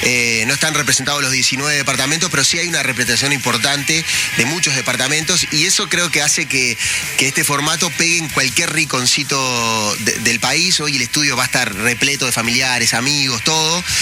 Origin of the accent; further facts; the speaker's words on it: Uruguay; pero en este somos uruguayos.